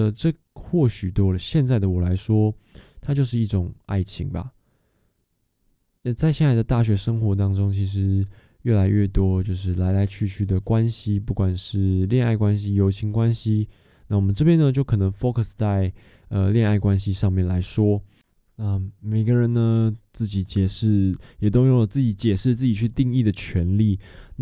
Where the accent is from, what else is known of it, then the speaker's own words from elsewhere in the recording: Chiayi, Taiwan; now in Taipei, Taiwan; 我小时候住在嘉义，那现在当然上来台北了